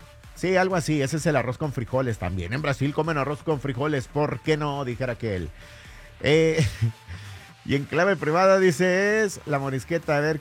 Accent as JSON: {"language": "Spanish", "town": "Morelia", "region": "Michoacán", "country": "Mexico", "said": "Eso es la morisqueta y yo soy de Morelia, Michoacán."}